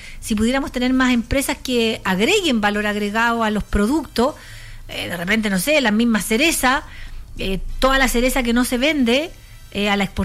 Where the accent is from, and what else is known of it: Chile